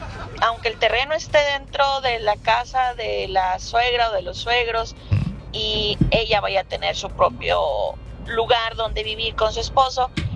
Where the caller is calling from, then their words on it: Reynosa, Tamaulipas, Mexico; Hablo de Reynosa